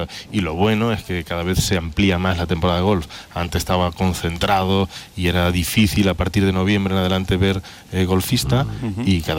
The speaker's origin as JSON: {"language": "Spanish", "region": "Galicia", "country": "Spain", "moved": "yes", "lives_now": "Marbella, Spain", "said": "Yo soy gallego."}